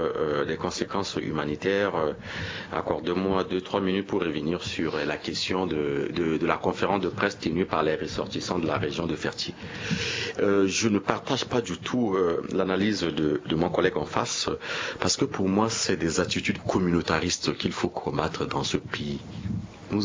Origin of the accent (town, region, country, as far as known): Central African Republic